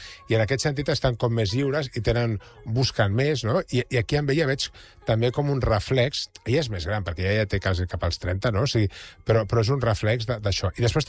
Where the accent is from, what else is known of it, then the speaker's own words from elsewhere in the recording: L'Hospitalet de Llobregat, Catalonia, Spain; Jo soc d'Hospitalet, no?, ja l'hi deia abans a la Carme, no?, i un punt flamenquillo d'Hospitalet també et porto.